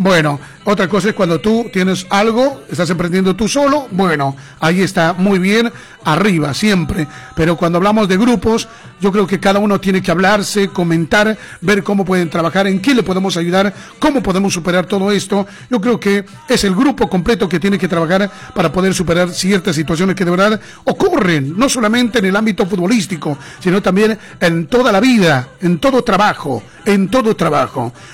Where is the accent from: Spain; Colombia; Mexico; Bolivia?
Bolivia; now in Argentina; muchos de nosotros, como bolivianos